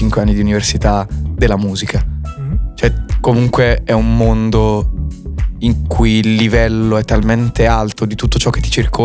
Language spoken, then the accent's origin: Italian; Ancona, Marche, Italy; io sono di Ancona